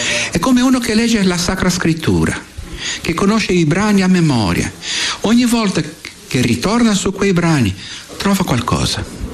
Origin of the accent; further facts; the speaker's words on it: Brazil; Io vengo dal Brasile e ne abbiamo giù.